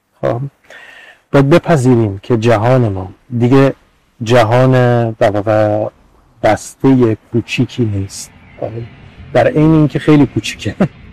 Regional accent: Iran; born there; من انسانی که در ایران به دنیا آمدم

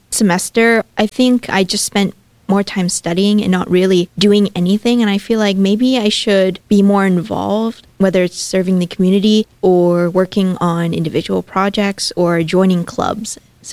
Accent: Natrona Heights, Pennsylvania, United States; I am 19, and I am from Natrona Heights.

